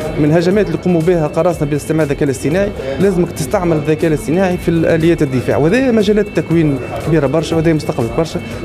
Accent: Tunisia; من نقاط القوة اللي عندنا في تونس

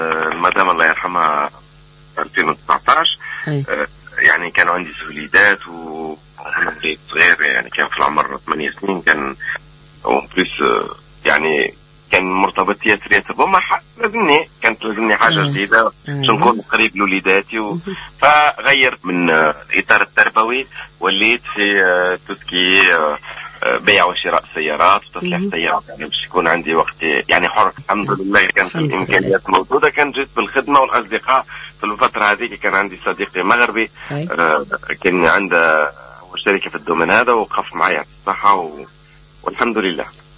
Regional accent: Tunisia; moved away as an adult; احنا هنا عندنا في تونس

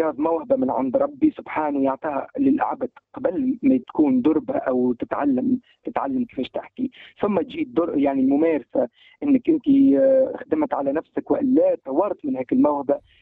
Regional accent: Tunisia; كتونسي مبدع في مجالي،

